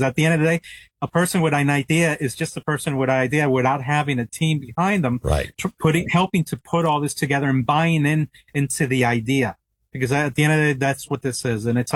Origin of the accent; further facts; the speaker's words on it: New York City, New York, United States; also born or lived in Tuxedo; I'm from New York City and upstate New York and Tuxedo. We would have festivals and, you know, I would always see that up there. They had German festivals.